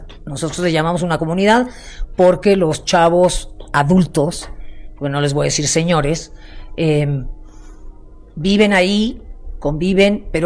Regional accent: Mexico City, Mexico; En mi querida Ciudad de México.

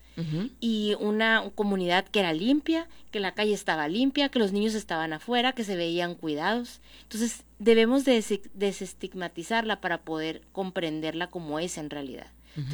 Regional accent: Mexico; algo que nos duele tanto, que nos debiera doler tanto como mexicanos

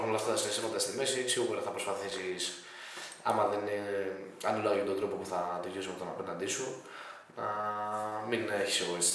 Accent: Athens, Attica, Greece; also born or lived in Kalamata; Εγώ είμαι από την Αθήνα, ωραία. Τότε ήμουν στην Καλαμάτα.

